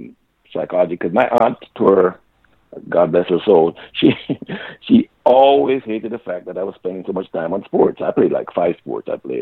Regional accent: Linstead, Saint Catherine, Jamaica; born there; I was born in Linstead to a humble family.

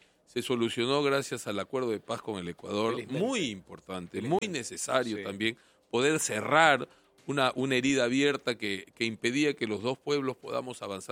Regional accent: Tarapoto, San Martín, Peru; yo soy de San Martín, ¿no? De Tarapoto.

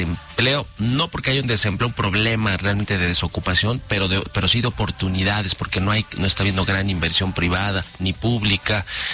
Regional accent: Mexico; todos la defendemos porque pues somos mexicanos y eso dice nuestro himno y nuestra constitución.

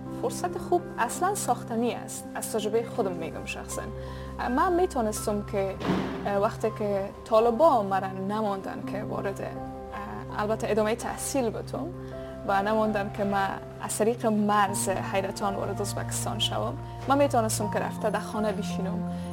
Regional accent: Afghanistan; now in Central Asia

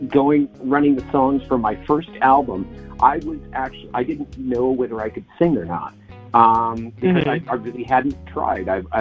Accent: Seattle, Washington, United States; I'm originally from Seattle

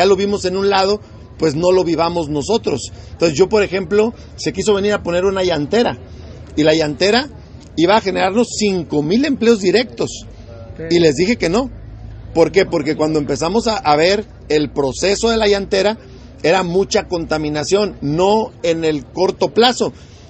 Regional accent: Durango, Mexico; O sea, yo soy de Durango, no me pienso ir a vivir a ningún otro lugar.

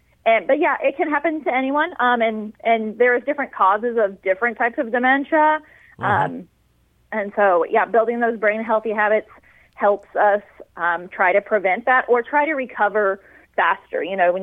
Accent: La Monte, Missouri, United States; I grew up in Lamont, graduated from there a few years ago.

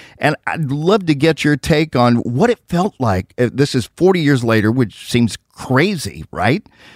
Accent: San Francisco, California, United States; I'm originally from San Francisco, so I was there from the early days when it was your dad on Broadway.

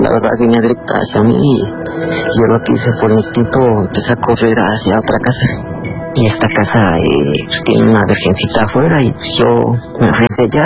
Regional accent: Toluca, State of Mexico, Mexico; Soy de Toluca y no daré muchos detalles donde ocurre esto, pero pues esto me sucedió hace 2 años.

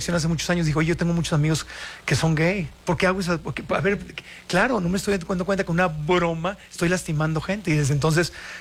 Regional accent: Mexico; como los mexicanos sí. salimos a condenar el cervezazo que le dieron a la ecuatoriana

